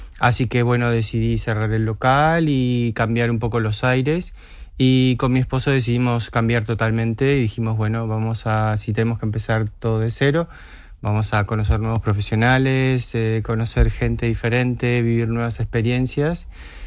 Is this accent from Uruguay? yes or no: yes; Uruguay; Trabajo en moda en Uruguay, en mi país, pero bueno, logré tener una carrera productiva y continua